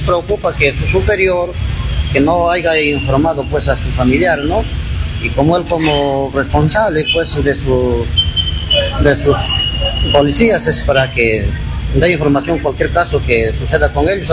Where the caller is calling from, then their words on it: Chota, Cajamarca, Peru; somos de Chota